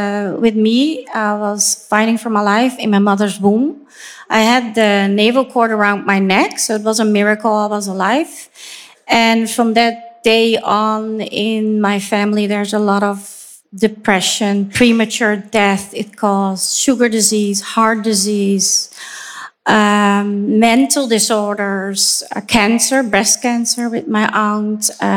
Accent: Netherlands; I'm from the Netherlands.

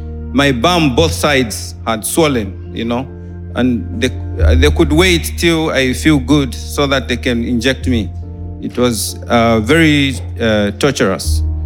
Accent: United Kingdom; I come from United Kingdom. I come from a very humble background. I was born premature, around 6 months.

